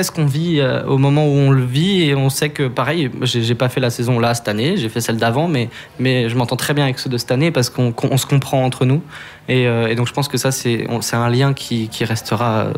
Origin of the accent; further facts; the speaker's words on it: Saint-Brieuc, Brittany, France; Je viens de Bretagne